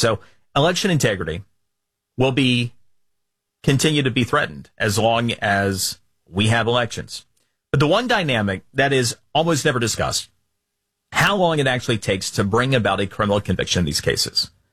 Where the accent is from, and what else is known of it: Florida, United States